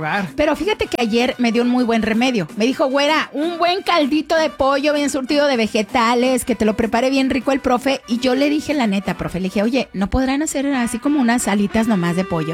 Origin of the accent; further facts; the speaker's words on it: Mexico; Aquí la raza que estamos, la mayoría somos mexicanos.